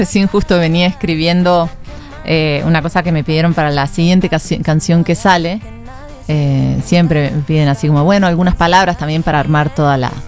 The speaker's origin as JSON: {"language": "Spanish", "region": "Córdoba", "country": "Argentina", "tie": "born or raised there", "also_born_or_lived": "Buenos Aires", "moved": "as an adult", "lives_now": "Mexico", "said": "porque sí sé que soy de Córdoba, pero llegué y me di cuenta que llevaba fuera de Córdoba la misma cantidad de tiempo que el tiempo que crecí en Córdoba."}